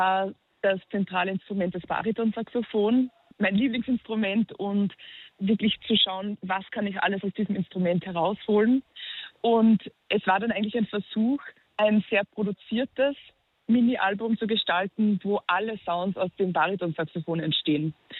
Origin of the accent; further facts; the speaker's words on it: Upper Austria, Austria; accent: Upper Austrian; Nöbi bedeutet Nebel auf Oberösterreichisch, meinem Dialekt.